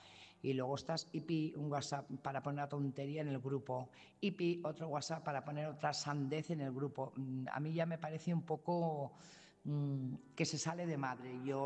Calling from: Burgos, Castile and León, Spain; corresponsal de Burgos.

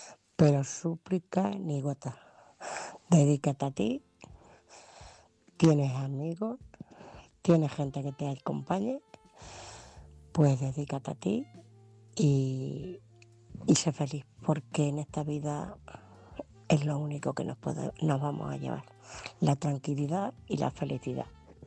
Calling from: Ciudad Real, Castilla-La Mancha, Spain; de Ciudad Real.

